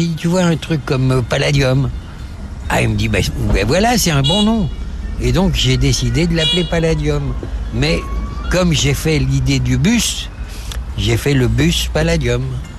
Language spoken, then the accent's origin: French; Asnières-sur-Seine, Île-de-France, France; Je viens d'Asnières, vous voyez, j'ai passé toute ma jeunesse à Asnières.